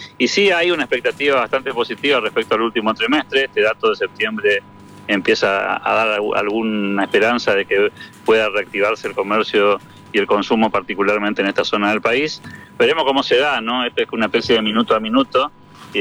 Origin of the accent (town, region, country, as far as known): Argentina